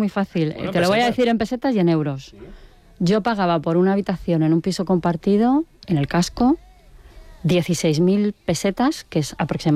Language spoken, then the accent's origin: Spanish; Madrid, Community of Madrid, Spain; Madrid, yo vengo de Madrid y...